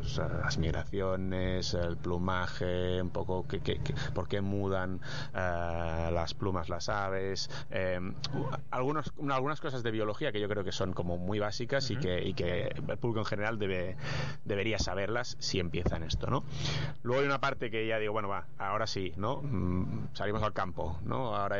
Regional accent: Catalonia, Spain; en Cataluña no tenemos la traducción

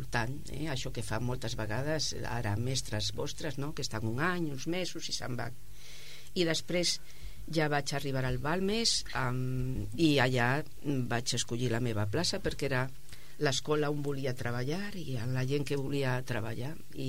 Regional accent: Castile and León, Spain; also born or lived in Ponferrada; now in Catalonia, Spain; vaig néixer l'any 1957 en una vall molt maca que està envoltada de muntanyes a la província de Lleó. És de la comarca del Bierzo. És molt verd i està plena de rius. I allà fa 66, farà ara 67 anys, al mes de desembre, que vaig néixer allà

